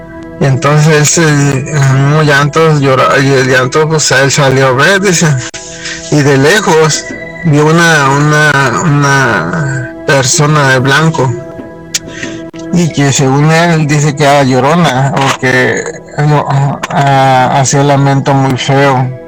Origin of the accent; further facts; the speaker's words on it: San Luis Potosí, Mexico; now in Las Vegas, United States; Yo vengo de, soy nativo de San Luis Potosí. Mi papá tenía un su terreno donde vivíamos, tenía un terreno grande.